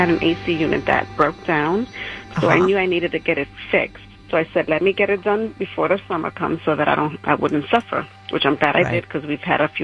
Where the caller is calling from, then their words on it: New York City, New York, United States; I'm from the Bronx, the Throgs Neck area.